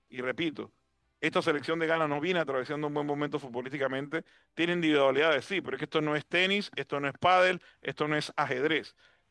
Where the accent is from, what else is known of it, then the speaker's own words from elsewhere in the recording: Panama; nosotros como panameños